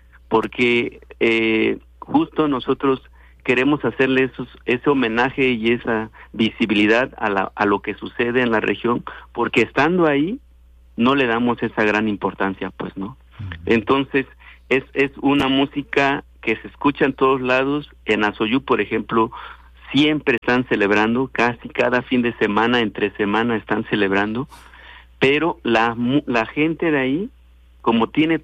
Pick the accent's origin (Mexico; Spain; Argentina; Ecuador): Mexico; Guerrero; moved away; las bandas de Ometepe, de mi tierra